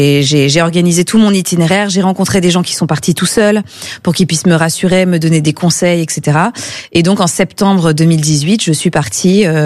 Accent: Hauts-de-France, France; moved away as an adult; c'était pour me libérer du poids du nom de famille, de quitter le Nord, quitter la France et découvrir qui j'étais en tant que … pas uniquement en tant

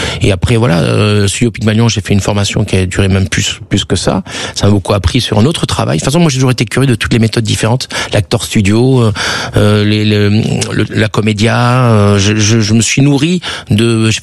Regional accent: France; accent: French; Heureusement qu'ils disaient que j'étais charming, enfin mon petit côté French avec mon accent, mais c'était vraiment la caricature qu'on met dans les films, quoi.

